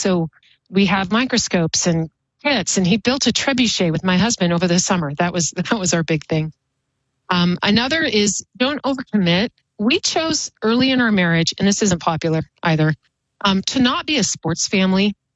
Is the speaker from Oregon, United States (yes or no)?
yes; Oregon, United States; now in Boise, Idaho, United States; I grew up in Oregon and didn't know that Idaho exists.